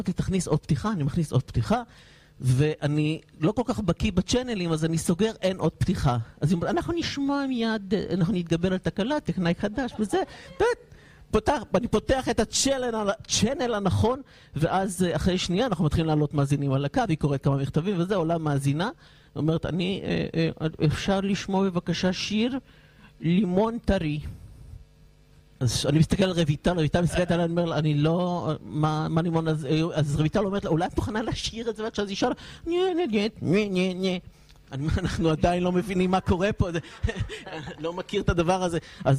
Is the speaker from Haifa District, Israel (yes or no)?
yes; Haifa, Haifa District, Israel; אני בחור חיפאי אגב, שמגיע מחיפה, אין לי כזה רקע להיות בתרבות או משהו כזה, אני פשוט כזה פרובנציאל.